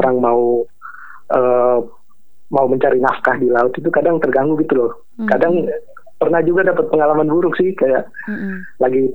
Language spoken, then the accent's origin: Indonesian; Alor, East Nusa Tenggara, Indonesia; dari kecil kita tinggal di Alor